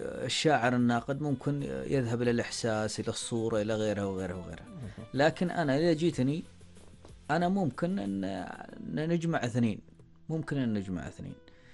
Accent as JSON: {"language": "Arabic", "country": "Oman", "said": "عندنا في عمان"}